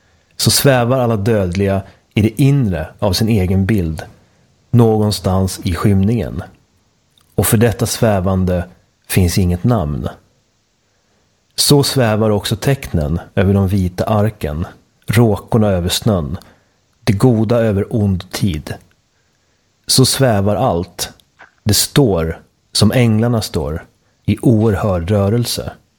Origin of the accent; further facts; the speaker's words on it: Västmanland County, Sweden; Nej, det är inte så bara. Jag är också västmanlänning.